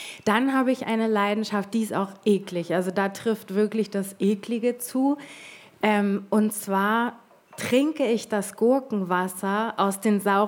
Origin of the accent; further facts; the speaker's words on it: Hamburg, Germany; Ich bin nicht Sylterin, ich bin Hamburgerin.